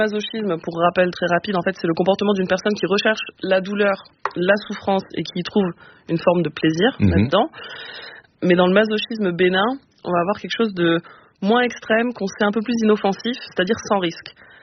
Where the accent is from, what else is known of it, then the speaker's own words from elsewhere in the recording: Perpignan, Occitanie, France; je suis originaire de Perpignan